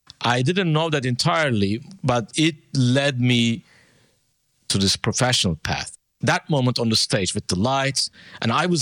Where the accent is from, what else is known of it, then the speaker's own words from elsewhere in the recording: Turkey; I'm a Turkish kid, born and raised in Turkey